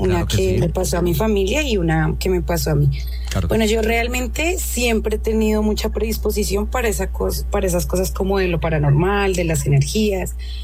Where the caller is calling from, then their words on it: Bogotá, Colombia; Desde aquí de Bogotá.